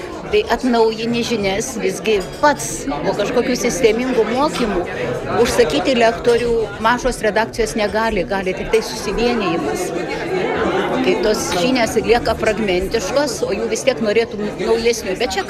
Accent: Anykščiai, Utena County, Lithuania; Esu iš Anykščių

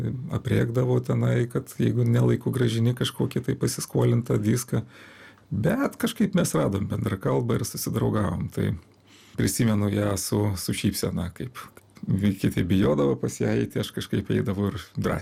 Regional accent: Panevėžys, Panevėžys County, Lithuania; moved away; aš kilęs iš Aukštaitijos, iš Panevėžio, tai aišku, tartis yra išlyzdavo vis įvairių neteisingų kirčiavimų

